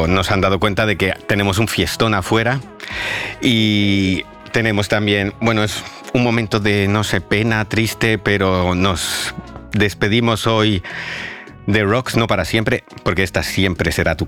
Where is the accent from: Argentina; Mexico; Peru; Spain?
Spain; como español no las conocía.